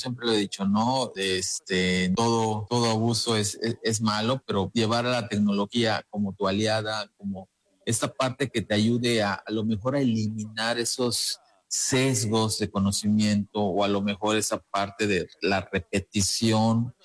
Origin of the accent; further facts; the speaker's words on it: Mexico; los que somos ciudadanos de México